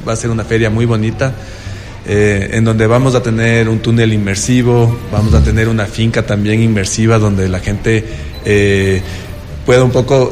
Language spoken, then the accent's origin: Spanish; Ecuador